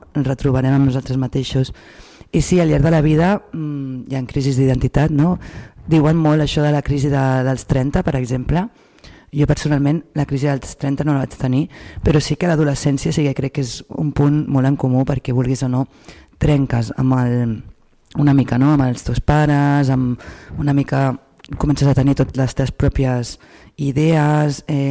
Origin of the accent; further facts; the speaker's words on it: Barcelona, Catalonia, Spain; la meva identitat com vallcarquina també és algo que tinc com molt, molt potent